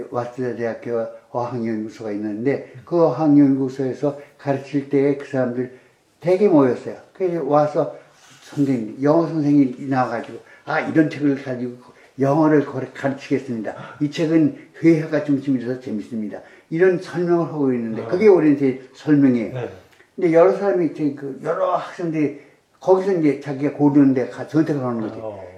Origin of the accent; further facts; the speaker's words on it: Seoul, South Korea; born there; 근데 내가 하는 나 서울 태생인데